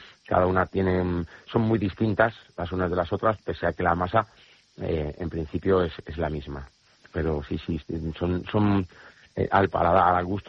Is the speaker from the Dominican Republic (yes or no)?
no; Community of Madrid, Spain; Yo me considero muy madrileño